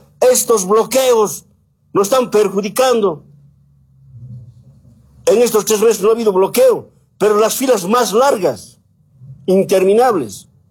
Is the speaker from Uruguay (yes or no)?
no; Bolivia